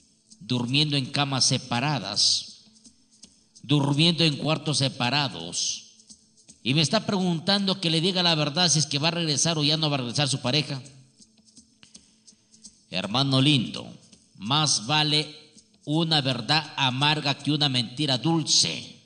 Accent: Huancabamba, Piura, Peru; pactado en las lagunas encantadas de Huancabamba. Desde allá venimos, señor. Me siento orgulloso de mi tierra natal, donde vivió nacer, crecer y ejercer el curanderismo.

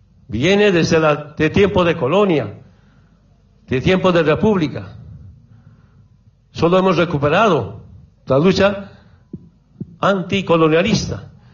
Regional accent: Orinoca, Oruro, Bolivia; Cuando era niño, en Orinoca

